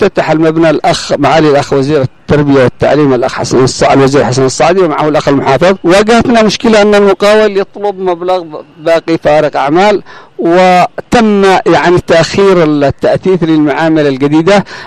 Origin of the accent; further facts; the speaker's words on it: Yemen; إحنا يمنيين أولا وآخرا